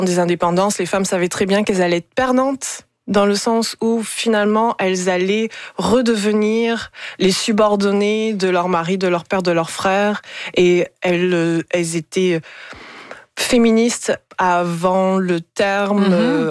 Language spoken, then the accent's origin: French; Gabon; Moi, j'ai grandi au Gabon.